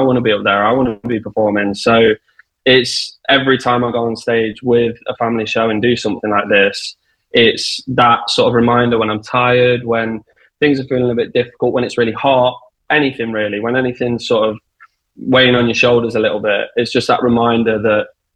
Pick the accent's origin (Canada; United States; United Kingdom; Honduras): United Kingdom; Derby, East Midlands; I'm from the Midlands, sort of around Derby area.